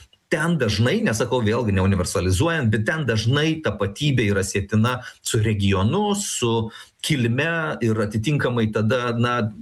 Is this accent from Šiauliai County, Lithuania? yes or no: yes; Pakruojis, Šiauliai County, Lithuania